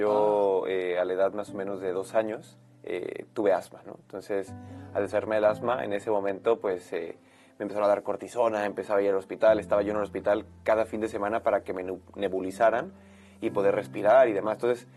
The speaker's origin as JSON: {"language": "Spanish", "country": "Mexico", "tie": "born or raised there", "moved": "yes", "said": "yo nací en México en el año 1995, así que ahora tengo, 23, 24 años."}